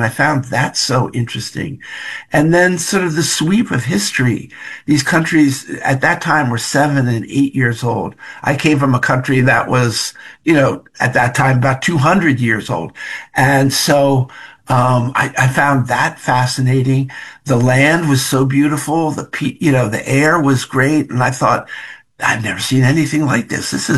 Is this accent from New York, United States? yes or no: no; Philadelphia, Pennsylvania, United States; the Eagles, I'm from Philly, exactly.